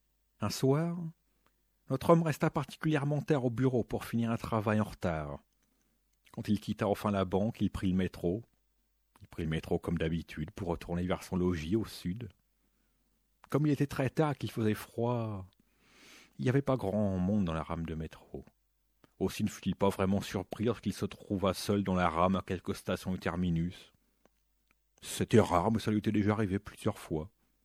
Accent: Rouen, Normandy, France; born there; C'est une histoire qui se passe dans la ville où je suis né, à Rouen, en Normandie.

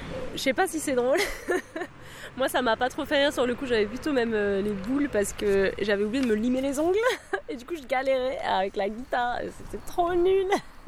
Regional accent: France; born there; Eh ben, bah déjà, moi je suis née en France, donc j'écris principalement en français.

